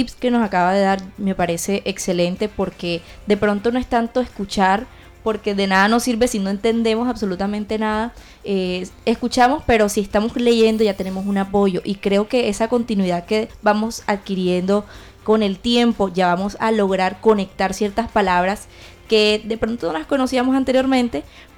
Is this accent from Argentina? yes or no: no; Colombia; lo que somos nosotros como colombianos